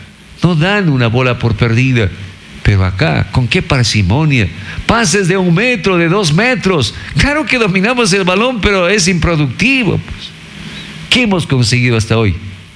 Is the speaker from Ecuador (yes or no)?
yes; Ecuador; muchos que habitan en nuestro país